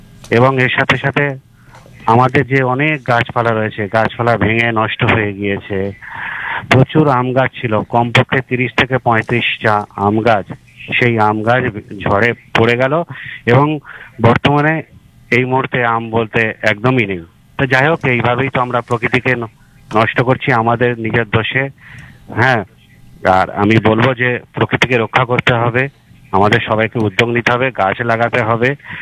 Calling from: West Bengal, India; কথা বলছি দক্ষিণ চব্বিশ পরগনা থেকে।

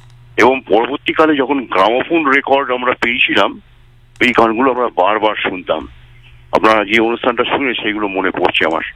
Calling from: Kolkata, West Bengal, India; বেহালা থেকে

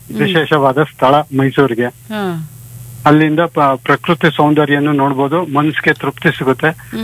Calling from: Mysuru, Karnataka, India; Mysuru Vidyaranyapuram

